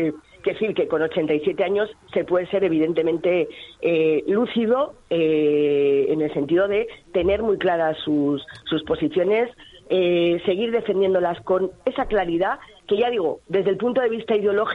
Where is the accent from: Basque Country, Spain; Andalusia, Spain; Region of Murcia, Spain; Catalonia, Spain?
Basque Country, Spain; como historiadora y como ciudadana vasca